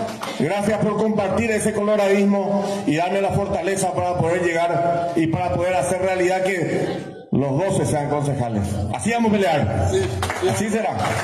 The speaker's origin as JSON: {"language": "Spanish", "town": "Carapeguá", "region": "Paraguarí", "country": "Paraguay", "said": "Porque mi pueblo es exigente y yo como intendente le voy a volver más exigente al carapegüeño para con la clase política."}